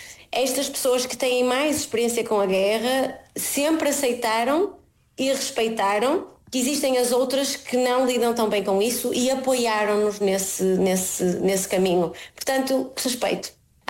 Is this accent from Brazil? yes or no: no; Portugal